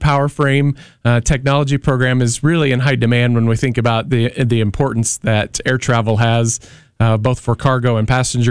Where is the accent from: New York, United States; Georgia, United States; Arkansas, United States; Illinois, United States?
Illinois, United States; Farmington; just an hour and a half from where I grew up in Farmington, Illinois.